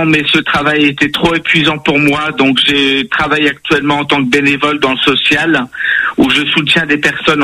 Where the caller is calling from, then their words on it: Strasbourg, Grand Est, France; j'habite sur Strasbourg en Alsace.